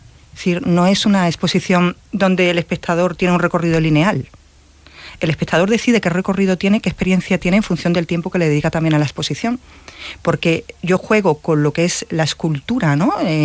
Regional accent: Málaga, Andalusia, Spain; Yo Málaga siempre, como es mi ciudad natal

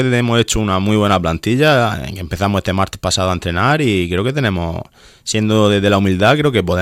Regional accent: Region of Murcia, Spain; estuvimos en Alumbres, ahí en tercera división, el equipo de mi pueblo

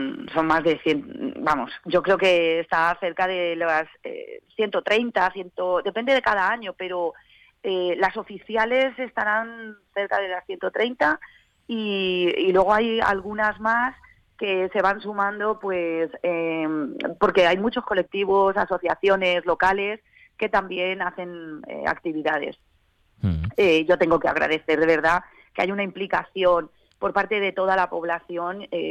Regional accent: Aspe, Valencian Community, Spain; No solo somos los de Aspe los que vamos a por nuestra patrona

